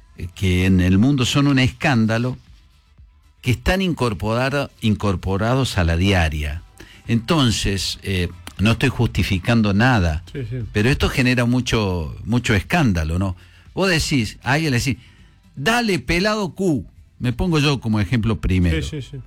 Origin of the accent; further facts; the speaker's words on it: Argentina; esta soberbia argentina, porque somos soberbios